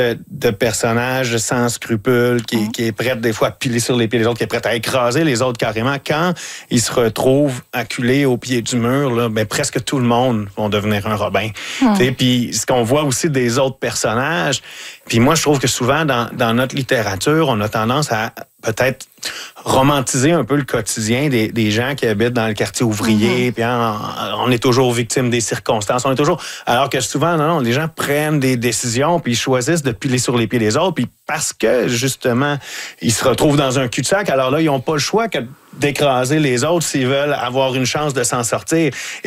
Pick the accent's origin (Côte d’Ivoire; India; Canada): Canada; Lavaltrie, Quebec; now in Montreal, Canada; moi je viens de la Valtrie, dans la région de la Naudière, puis quand je suis arrivé à Montréal, c'était ma porte d'entrée vers Montréal, et j'ai pas mal toujours habité là depuis 25 ans.